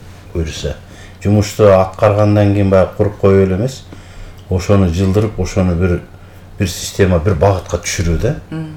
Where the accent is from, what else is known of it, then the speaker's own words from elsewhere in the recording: Urmaral, Talas Region, Kyrgyzstan; мен өзүм Таластан болом, Бакаят районунун Үрмарал деген айылданмын. Ошол Үрмарал деген айыл ошол чоң өзөн Семеновка кырчын дегендей. Ошол жерде төрөлүп өскөнбүз.